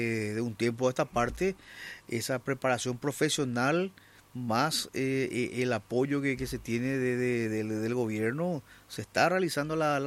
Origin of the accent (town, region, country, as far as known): Paraguay